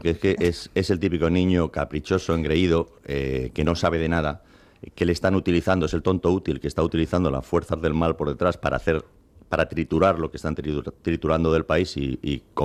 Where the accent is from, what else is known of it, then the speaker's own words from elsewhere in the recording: Spain; now in United States; Sí, porque yo soy ciudadano americano, soy español, porque nací aquí y tal, y fui al Colegio de los Sagrados Corazones, y luego te conocí a ti, estuvimos en la radio y tal